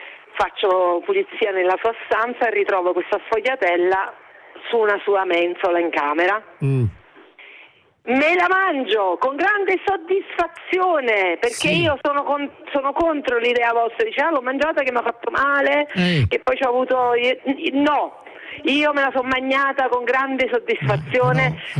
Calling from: San Donato Milanese, Lombardy, Italy; Lavoro a Milano e vivo a San Donato Milanese. Naturalmente ogni tanto vado giù a Napoli.

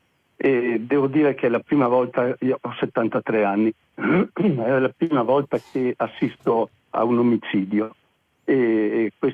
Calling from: Trento, Trentino-Alto Adige, Italy; da Trento.

